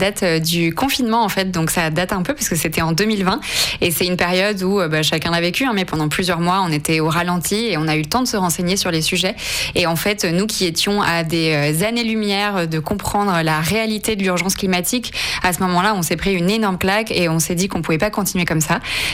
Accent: Auvergne-Rhône-Alpes, France; moved away as an adult; now in Paris, France; je viens d'une famille de sportifs à la montagne, donc je viens du Vercors, c'est au-dessus de Grenoble

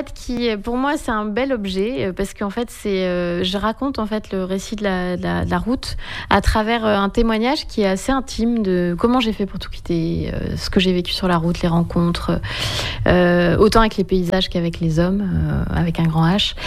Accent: France

